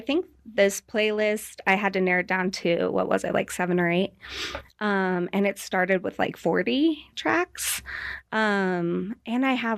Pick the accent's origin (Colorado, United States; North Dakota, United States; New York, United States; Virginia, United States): Colorado, United States; Estes Park; also born or lived in Loveland / Arvada / Chicago; now in Denver, United States; I grew up in Estes Park. I spent my childhood out there. And then I was in Loveland, Arvada, kind of moved around. But I've been in Denver since 2009, off and on. I had a short stint in Chicago